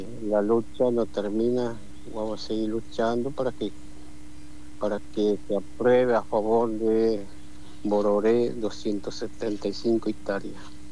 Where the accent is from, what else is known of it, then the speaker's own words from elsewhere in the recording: Argentina; Se levantó el pueblo guaraní para que defiende al territorio argentino, porque somos parte argentina.